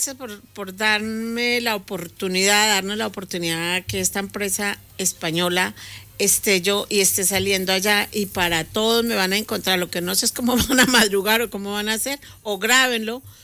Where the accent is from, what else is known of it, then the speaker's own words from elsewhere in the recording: Colombia; y yo soy colombiana